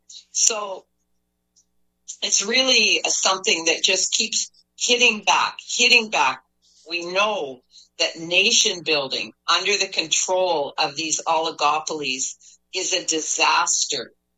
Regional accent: Canada

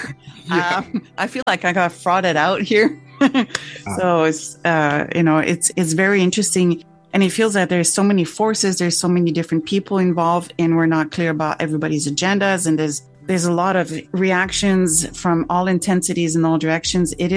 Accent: Montreal, Quebec, Canada; And I'm from Montreal, Quebec, so that's a whole different ball game altogether.

